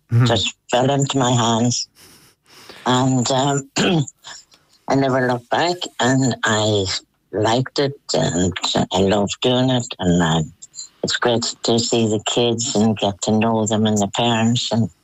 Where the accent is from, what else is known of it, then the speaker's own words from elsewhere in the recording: Fintona, Northern Ireland, United Kingdom; moved away as an adult; also born or lived in United States; now in Galway, Ireland; I grew up in a little place called Fintanat, County Tyrone, about 10 miles from Oma, if you ever heard of it.